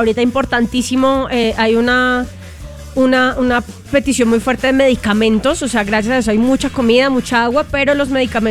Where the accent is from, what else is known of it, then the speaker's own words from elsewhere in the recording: Colombia; hay una esperanza muy bonita de ver que como colombianos el lunes a primera hora éramos los civiles los que estábamos ahí moviendo todo